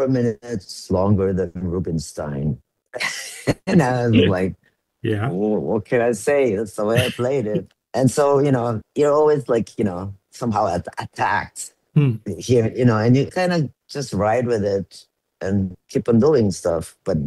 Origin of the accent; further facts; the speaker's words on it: Philadelphia, Pennsylvania, United States; I was never a business person from the beginning. I came from Philadelphia. I went to Vermont in the country where I only saw trees and practicing, learning the etudes in 1 week.